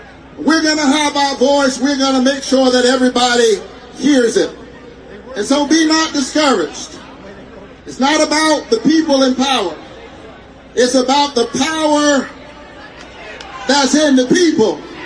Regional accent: Savannah, Georgia, United States; I grew up in Savannah

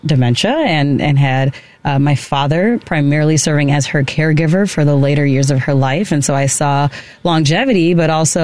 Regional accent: Glenview, Illinois, United States; Well, I actually grew up in the north suburbs. So I grew up in Glenview.

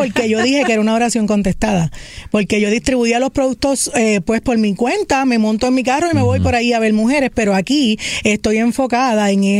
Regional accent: Vega Baja, Puerto Rico; Yo también soy de Vega Baja, como Rebeca y Esther.

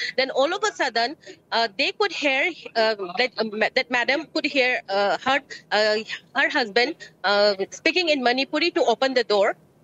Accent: India

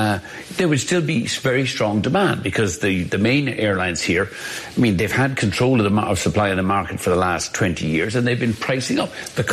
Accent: Ireland

